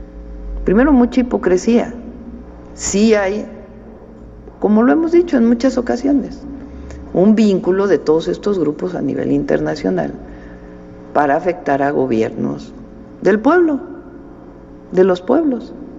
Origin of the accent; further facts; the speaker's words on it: Mexico; todas y todos somos mexicanos